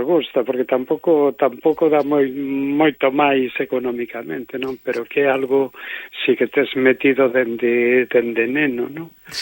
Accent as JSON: {"language": "Galician", "town": "Ourense", "region": "Galicia", "country": "Spain", "tie": "born or raised there", "also_born_or_lived": "Pontevedra", "said": "eu a todo isto son pontevedrés, pero me creí en Ourense."}